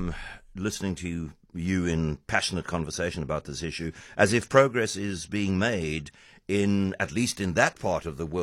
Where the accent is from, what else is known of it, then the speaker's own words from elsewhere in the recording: Queenstown, Eastern Cape, South Africa; I grew up in Queenstown, so I was wondering if you may have passed through that area.